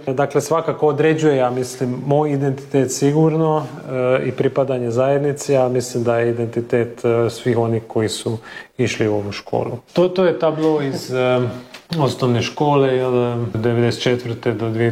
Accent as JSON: {"language": "Croatian", "town": "Pécs", "region": "Baranya", "country": "Hungary", "tie": "born or raised there", "moved": "as an adult", "lives_now": "Szalánta, Hungary", "said": "ja sam rođen u Peču i odrastao sam u Peču, ali uvijek sam bio povezan sa Salantom jer mama je odavdje, cijela obitelj njena."}